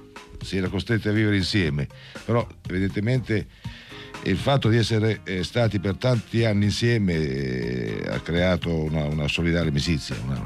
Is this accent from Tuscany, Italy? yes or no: no; Piedmont, Italy; born there; Sì, sono nato nella provincia di Alessandria.